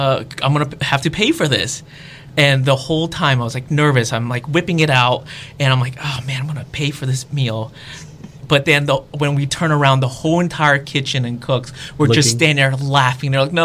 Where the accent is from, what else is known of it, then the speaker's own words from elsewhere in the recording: Virginia, United States; moved away as an adult; now in Chicago, United States; I grew up in Northern Virginia.